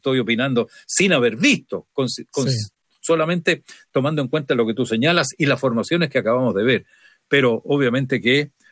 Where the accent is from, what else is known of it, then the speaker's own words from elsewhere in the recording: Concepción, Biobío, Chile; Impensado para nosotros, siendo penquistas